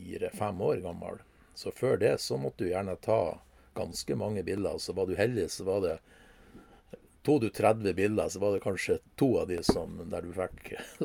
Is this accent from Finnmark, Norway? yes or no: no; Korgen, Nordland, Norway; Ja, jeg er jo fra Rennemoen da.